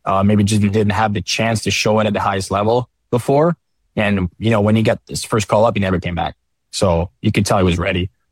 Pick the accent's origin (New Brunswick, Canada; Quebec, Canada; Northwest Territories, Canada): Quebec, Canada; Yeah, I bought my house where I work out in summer. It's 30 minutes from my hometown. It's 20 minutes from Quebec City where my wife grew up.